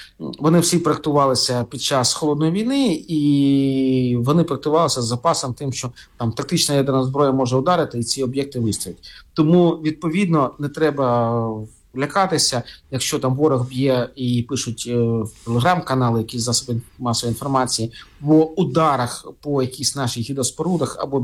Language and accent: Ukrainian; Kharkiv, Kharkiv Oblast, Ukraine; позаминулого року мій рідний Харків провів на 2,2 мільярда гривень тендери